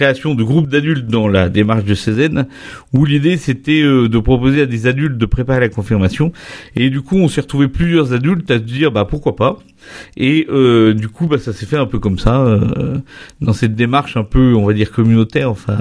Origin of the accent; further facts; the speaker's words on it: Oyonnax, Auvergne-Rhône-Alpes, France; also born or lived in Lyon; Je suis originaire de Oyonnax.